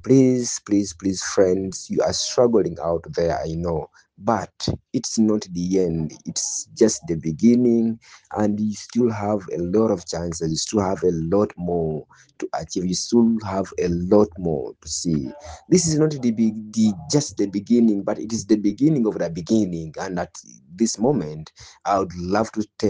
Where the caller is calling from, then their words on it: Nakawa, Central Region, Uganda; English is a second language